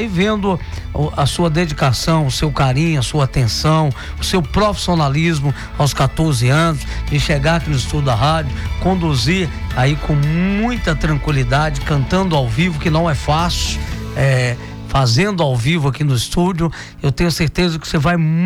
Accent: Alvinópolis, Minas Gerais, Brazil; born there; Alvinópolis, eu nasci em Alvinópolis, conterrâneo de vocês lá, hein?

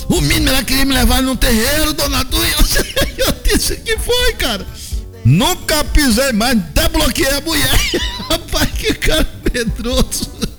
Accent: Maranhão, Brazil; moved away; also born or lived in Bahia / Minas Gerais / São Paulo; Eu sou maranhense, rapaz. Sou maranhense, sim. Morei muito tempo fora. A gente acaba adotando alguns estilos diferentes porque a gente viveu Bahia, Minas, São Paulo. E sou maranhense com orgulho

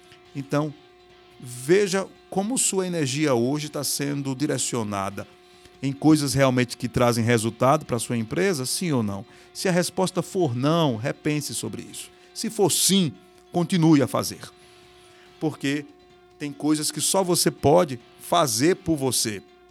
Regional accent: Brazil; Estou falando para Brasil e de Brasil, porque sou brasileiro e estou aqui no Brasil.

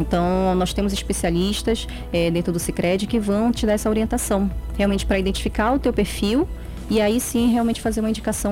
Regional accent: Belém, Pará, Brazil; moved away; sou paraense.

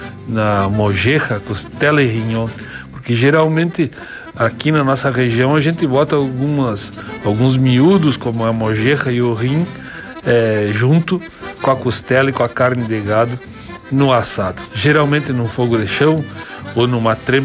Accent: Rio Grande do Sul, Brazil; o nosso assado aqui da nossa fronteira entre Brasil e Uruguai

